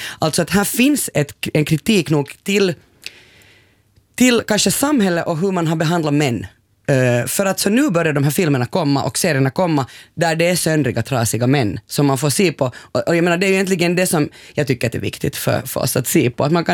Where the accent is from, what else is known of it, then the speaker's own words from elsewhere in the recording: Porvoo, Uusimaa, Finland; Jag känner, alltså jag är uppvuxen i Borgå på 80-talet, jag känner många Ruben som alltså blev fullständigt förkrossade i sina hem och blev ligister.